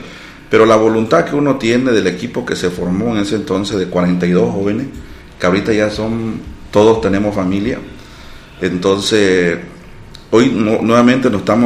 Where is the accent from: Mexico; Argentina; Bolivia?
Bolivia; San Javier, Beni; Yo soy del municipio de San Javier.